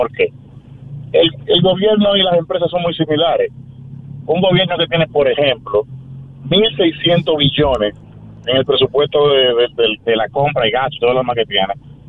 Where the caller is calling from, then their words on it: Dominican Republic; como ciudadano dominicano